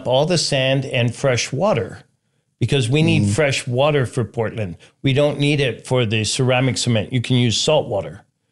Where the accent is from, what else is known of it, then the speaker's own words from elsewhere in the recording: Puerto Rico; moved away; I grew up in Puerto Rico.